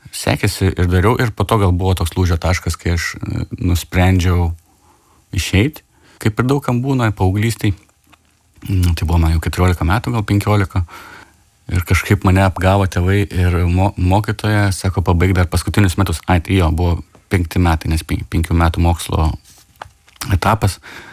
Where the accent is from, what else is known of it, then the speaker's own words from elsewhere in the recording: Šiauliai, Šiauliai County, Lithuania; born there; aš mokiausi 8 metus Šiaulių didžiojo gimnazijoje ir paskutinis 4 metus Šiaulių konservatorijoje.